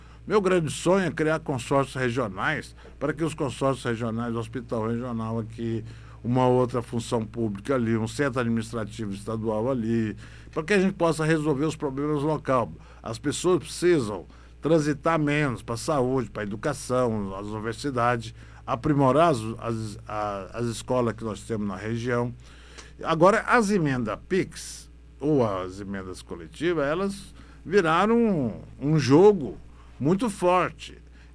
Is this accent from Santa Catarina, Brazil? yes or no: no; Buriti Alegre, Goiás, Brazil; eu sou aqui de Buriti Alegre